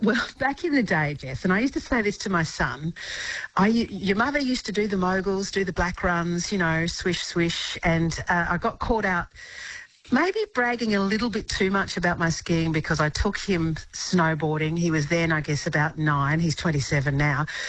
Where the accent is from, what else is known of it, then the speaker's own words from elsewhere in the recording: Adelaide, South Australia, Australia; accent: Adelaide; I was tempted to do a southern accent coming into that too, but I'll stick with my Adelaide accent.